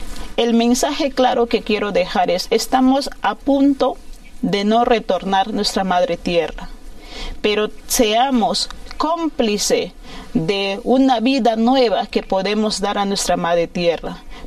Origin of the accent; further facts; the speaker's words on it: Peru; now in United States; porque nosotros como peruanos no nos sentimos representados por ella.